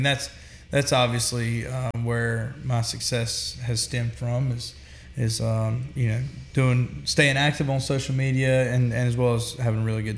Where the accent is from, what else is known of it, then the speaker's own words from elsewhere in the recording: Lexington, North Carolina, United States; moved away as an adult; now in Nashville, United States; I'm from Lexington, North Carolina originally, but I signed a record deal and moved to Nashville, Tennessee probably about a year and a half ago, maybe a little over.